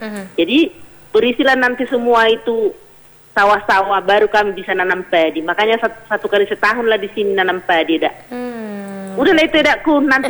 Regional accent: North Sumatra, Indonesia; born there; now in Ronggur Nihuta, Samosir, Indonesia; kalau di tempat kelahiranku di Samosir juga, tapi udah apa? Kalau di sana melimpah airnya.

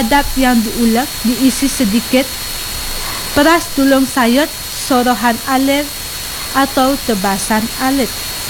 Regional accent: Bali, Indonesia; Kita sebagai orang Bali tidak terlepas dari kata Banten

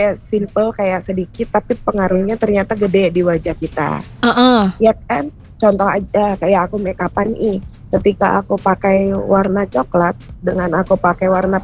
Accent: North Sumatra, Indonesia; Sebenarnya bisa. Aku orang Batak.

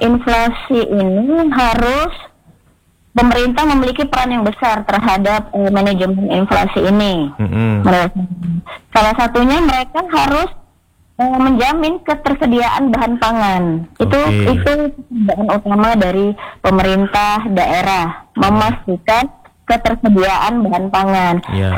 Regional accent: Aceh, Indonesia; Ini kayak kita ini kan, Aceh ini kan masalahnya semua diambil dari luar.

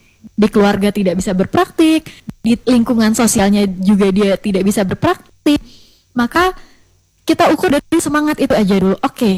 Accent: Palangka Raya, Central Kalimantan, Indonesia; Aku tuh lahir di Palangkaraya. Iya, asli Kalimantan Tengah.

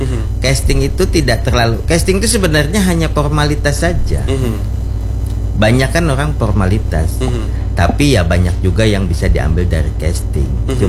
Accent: Banjar, South Kalimantan, Indonesia; born there; moved away; kita tamu juga kan di Banjarmasin. Walaupun kita kelahiran Banjar, tapi jadi tamu tetap.

